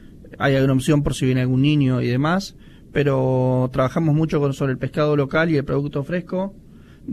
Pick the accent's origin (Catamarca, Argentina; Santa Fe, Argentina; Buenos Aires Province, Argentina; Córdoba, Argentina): Buenos Aires Province, Argentina; Mar del Plata; born there; moved away as an adult; Yo soy nacido acá, después, bueno, estuve en la suerte de viajar y vivir afuera por la gastronomía y volví